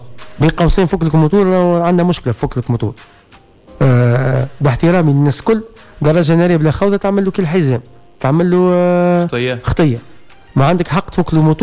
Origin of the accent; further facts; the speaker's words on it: Tunisia; احنا في تونس